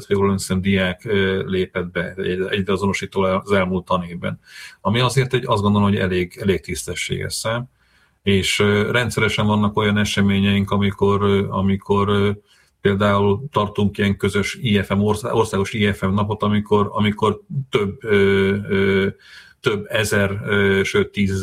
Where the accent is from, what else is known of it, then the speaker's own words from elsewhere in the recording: Slovakia; moved away as an adult; now in Hungary; én felvidéki származású vagyok, tehát én azért ismerek több szláv nyelvet, hiszen olyan környezetben nőttem fel